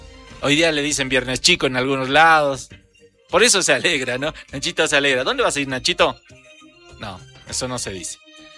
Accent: Bolivia; A veces somos así los bolivianos, el equipo boliviano, ¿no?

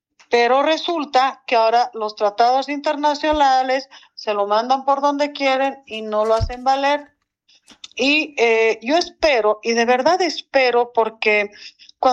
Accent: Bolivia; porque soy boliviana y veo mi pueblo sufriendo.

